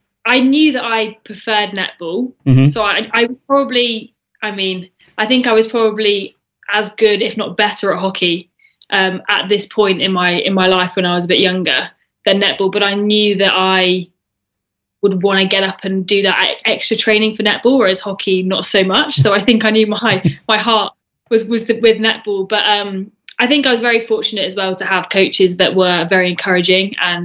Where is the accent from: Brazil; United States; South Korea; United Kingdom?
United Kingdom; Bedford, East of England; Yeah, so born and raised in Bedford, so it's about an hour north of London.